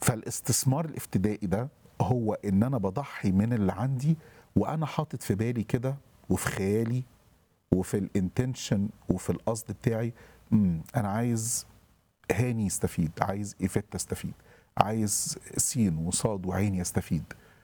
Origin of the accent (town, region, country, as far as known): Egypt